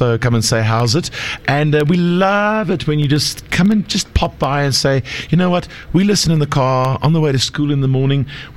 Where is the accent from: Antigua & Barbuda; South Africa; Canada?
South Africa